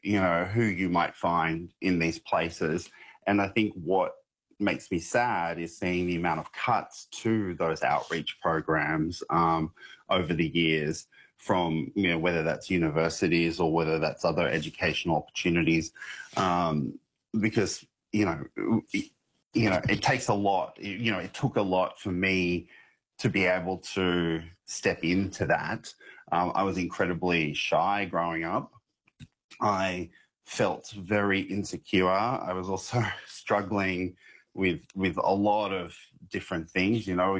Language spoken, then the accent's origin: English; Bourke, New South Wales, Australia; I saw on television growing up in Bourke. We only had three channels, SBS, ABC, and the Impaja.